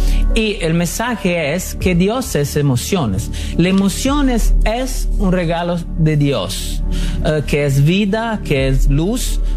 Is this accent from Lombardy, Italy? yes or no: no; Rome, Lazio, Italy; Spanish is a second language; moved away as an adult; also born or lived in London; now in Los Angeles, United States; Yo nací y crecí en Roma y estudié en la universidad en Roma.